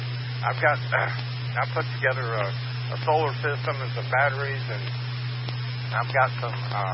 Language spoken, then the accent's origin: English; Florida, United States; moved away; Growing up in South Florida, I'm still not a winter person